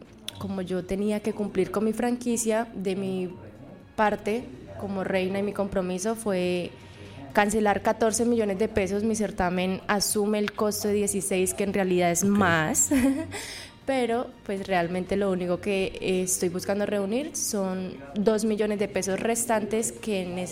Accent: Arauquita, Arauca, Colombia; soy oriunda de la isla La Reinera, con mucho orgullo.

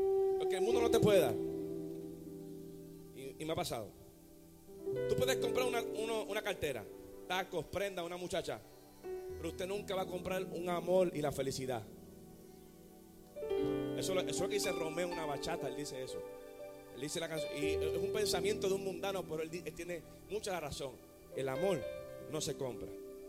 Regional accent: Carolina, Puerto Rico; cuando yo me crié en Carolina

